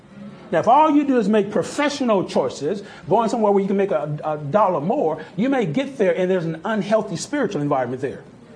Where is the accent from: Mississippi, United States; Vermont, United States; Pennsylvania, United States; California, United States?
Mississippi, United States; also born or lived in Houston, United States / Oklahoma City, United States; I think growing up in Mississippi, it may have snowed once that I can remember in my growing up years, and 20 years. Now, of course, move to Houston, move to Oklahoma City.